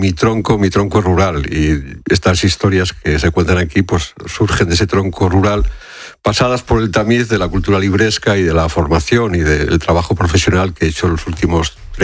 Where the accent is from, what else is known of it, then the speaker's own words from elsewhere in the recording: Fermoselle, Castile and León, Spain; Eso es una casa de mi pueblo, de Fermoselle.